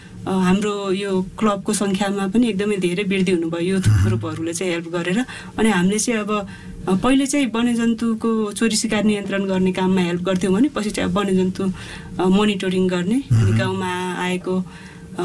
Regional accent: Lumbini Province, Nepal; म चाहिँ बर्दियामै जन्मिएर हुर्किएँ

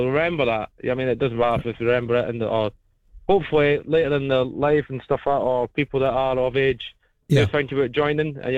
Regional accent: Northern Ireland, United Kingdom; born there; Well, the good thing is I'm actually born from Northern Ireland, so there you go.

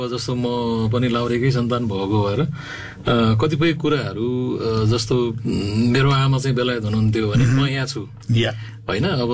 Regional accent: Gandaki Province, Nepal; म कास्कीकै हो

